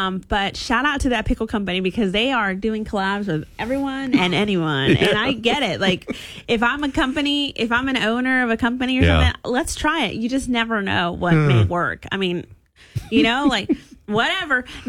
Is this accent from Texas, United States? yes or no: yes; Texas, United States; However, I will say, okay, growing up in Texas, we would go to maybe this is a Lone Star thing, but we would go, or Southeast Texas thing, I should say.